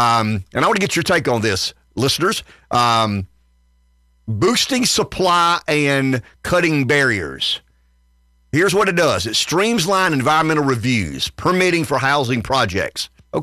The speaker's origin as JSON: {"language": "English", "town": "Pamplico", "region": "South Carolina", "country": "United States", "said": "I'm calling it the housing bill because I'm from Pamplico and that's how we roll."}